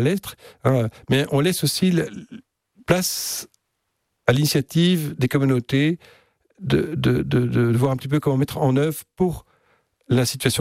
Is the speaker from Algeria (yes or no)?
no; Belgium; quand j'ai encore connu une société qui était très organisée chez nous en Belgique sur ces trois piliers